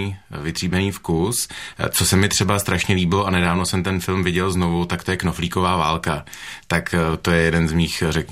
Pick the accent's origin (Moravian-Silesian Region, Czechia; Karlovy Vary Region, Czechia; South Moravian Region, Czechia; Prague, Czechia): Prague, Czechia; moved away as an adult; Já jsem bydlel až do svých asi 26 let v pražském Karlíně. Bydlel jsem tam do té doby, než nás odplavila velká voda.